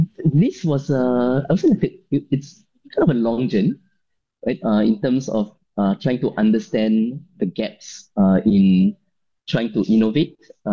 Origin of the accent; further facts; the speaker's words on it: Singapore; as a Singaporean engineer overseas, there's so much knowledge.